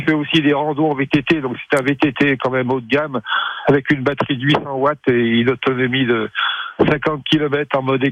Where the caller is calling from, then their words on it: Virieu, Auvergne-Rhône-Alpes, France; Chez nous, à Virieux